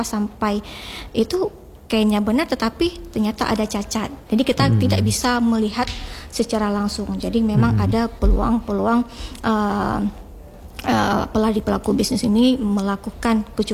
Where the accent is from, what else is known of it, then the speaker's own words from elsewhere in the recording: Aceh, Indonesia; Karena kita Aceh ini dia tidak kekurangan produk dan juga tidak kekurangan kreativitas gitu.